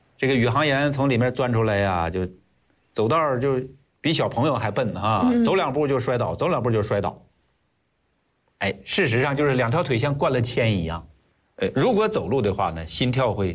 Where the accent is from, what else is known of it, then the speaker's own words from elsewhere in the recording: China; 我们国家